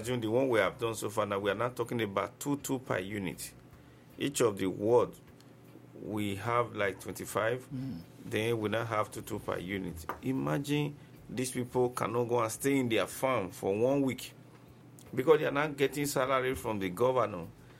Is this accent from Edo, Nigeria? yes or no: yes; Ewohimi, Edo, Nigeria; now in Benin City, Nigeria; where I came from Ewohimi